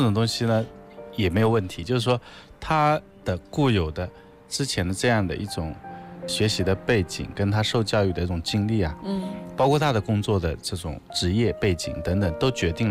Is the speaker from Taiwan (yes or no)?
no; China